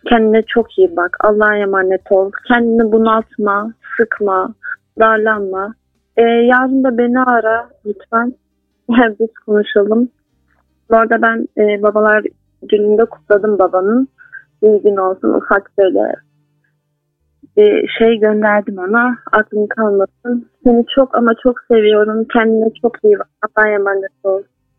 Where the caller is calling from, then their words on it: Bafra, Samsun, Turkey; ben Bafra'dan arıyorum.